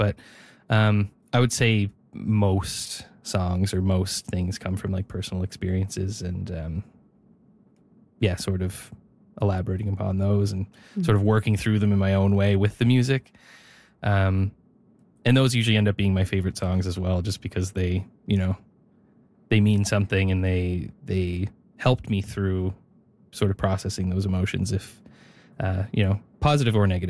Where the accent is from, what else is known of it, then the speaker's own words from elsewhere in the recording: Neils Harbour, Nova Scotia, Canada; As you said before, I'm from Cape Breton. I'm from a very rural small fishing village called Neal's Harbor in northern Cape Breton, kind of in the woods around the Cabot Trail area. It's very beautiful, very small.